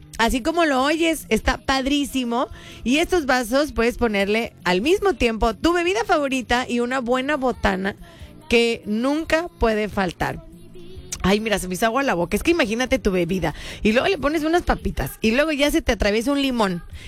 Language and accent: Spanish; Mexico; Mucho orgullo de ser mexicanos, de nuestras raíces, de nuestra cultura. En serio, qué chulada de país. Qué fregón, en serio, que nos tocó nacer aquí.